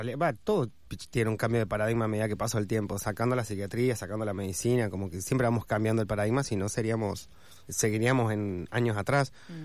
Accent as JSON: {"language": "Spanish", "region": "Neuquén", "country": "Argentina", "tie": "born or raised there", "said": "En Neuquén Capital. Neuquén."}